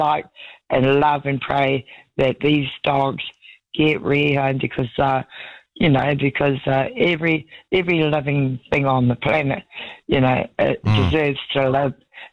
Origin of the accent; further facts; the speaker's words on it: Gisborne, New Zealand; when I was a young child growing up in Gisborne, we moved from the coast, we had 2ZB was our radio station